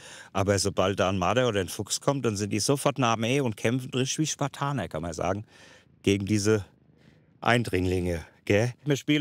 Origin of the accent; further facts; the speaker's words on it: Liederbach, Hesse, Germany; 47, ich komme aus Liederbach, wir sind hier in Liederbach in meinem Garten.